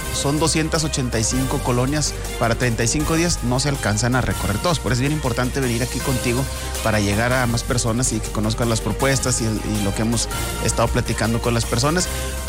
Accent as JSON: {"language": "Spanish", "town": "Saltillo", "region": "Coahuila", "country": "Mexico", "tie": "born there", "said": "yo nací en Lomas de Lourdes, justamente en este distrito, en el 16"}